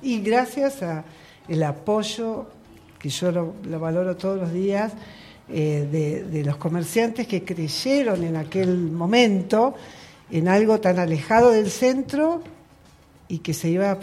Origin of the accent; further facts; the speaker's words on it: Santa Rosa, La Pampa, Argentina; also born or lived in Rolón, La Pampa; now in Neuquén, Argentina; nos criamos en Santa Rosa y mi esposo también.